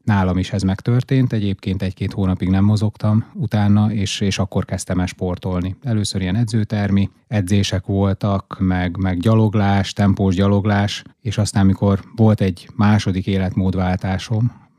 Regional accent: Vojvodina, Serbia; mivel én határon túl születtem, Vajdaságban, ott is nőttem fel

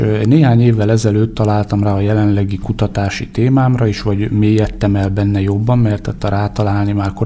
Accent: Borsod-Abaúj-Zemplén, Hungary; Én közi-bodrog-zugi származású vagyok

